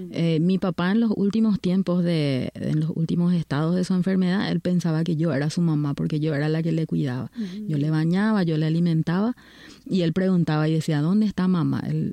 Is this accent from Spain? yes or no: no; Paraguay; moved away as an adult; now in Canada; vengo de Paraguay y hace 9 años que estoy viviendo en Canadá, en forma intermitente, yendo a Paraguay y volviendo a Canadá durante todo este tiempo